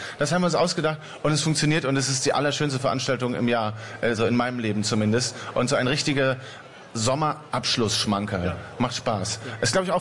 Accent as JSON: {"language": "German", "region": "Berlin", "country": "Germany", "said": "so sind wir Berliner"}